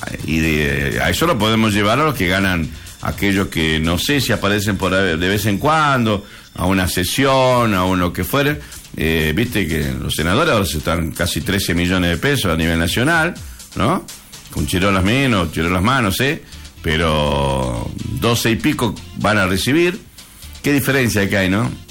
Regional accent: Argentina; porque yo soy argentino

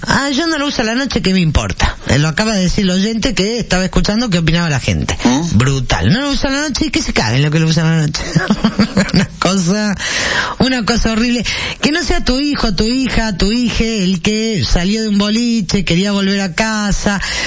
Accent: Argentina

